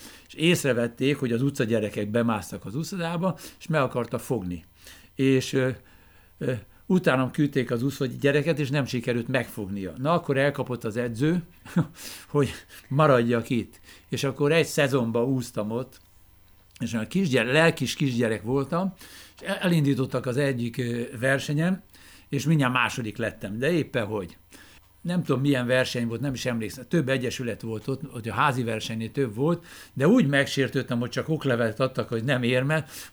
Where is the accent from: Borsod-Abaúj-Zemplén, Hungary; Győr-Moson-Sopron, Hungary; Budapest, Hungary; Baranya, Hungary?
Budapest, Hungary; 1953-ban születtem Budapesten, Angyalföldön. A szüleim a Szlovákiából áttelepített emberek. A édesanyám Pozsony mellől Liget Újfaluról származik